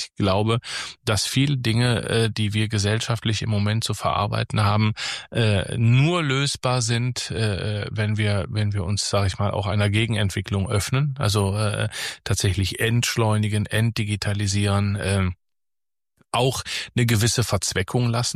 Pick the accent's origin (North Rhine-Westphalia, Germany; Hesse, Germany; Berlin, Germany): North Rhine-Westphalia, Germany; Nettetal; moved away as an adult; now in Kevelaer, Germany; ich komme aus Nettetal, das ist gar nicht so weit von hier weg, das sind so 35 Kilometer.